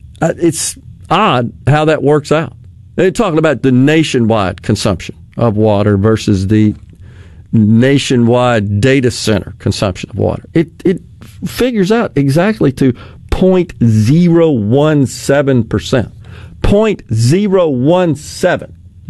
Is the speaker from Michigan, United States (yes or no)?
no; Jackson, Mississippi, United States; which is close in West Jackson over there to where I grew up on Northside Drive, kind of sandwiched between Bowling Street and Watkins, those of you familiar with the area of central Mississippi.